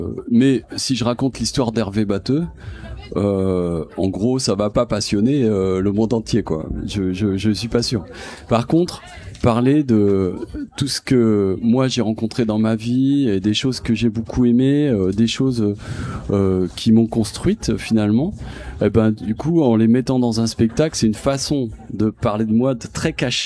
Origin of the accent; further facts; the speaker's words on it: Saint-Nazaire, Pays de la Loire, France; also born or lived in Nantes; moi, je suis nazérien. Je suis né à Saint-Nazaire. Je suis né à Nantes, mais j'ai vécu à Saint-Nazaire. Comme vous, j'étais adolescent ici. Lycée Aristide Briand